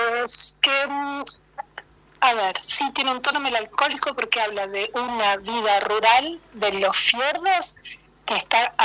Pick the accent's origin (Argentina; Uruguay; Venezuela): Argentina; Buenos Aires Province; moved away as an adult; also born or lived in Sweden; now in Córdoba, Argentina; Yo llegué a Córdoba, soy de provincia de Buenos Aires, mi padre era noruego, mi madre argentina. Me vine a estudiar a Córdoba